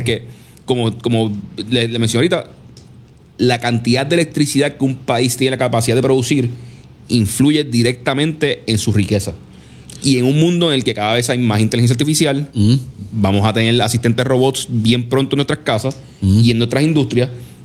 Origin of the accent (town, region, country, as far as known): Puerto Rico